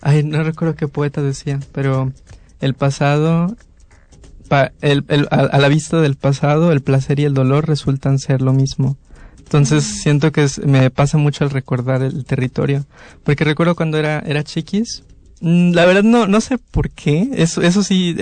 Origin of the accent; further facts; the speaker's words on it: Rinconada, Veracruz, Mexico; moved away; ese territorio de la infancia, que es Rinconada. Mi familia se dedica y se ha dedicado pues, la mayor parte de su historia a las refaccionarias, a cosas que tienen que ver con autos.